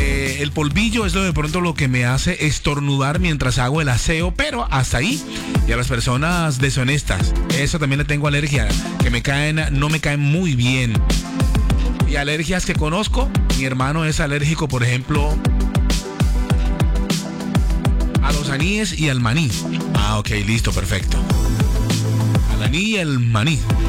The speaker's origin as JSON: {"language": "Spanish", "town": "Barranquilla", "region": "Atlántico", "country": "Colombia"}